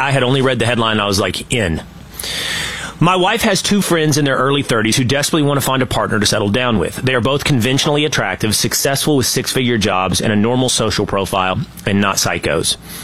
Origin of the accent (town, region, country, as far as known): Sherman, Texas, United States; born or raised there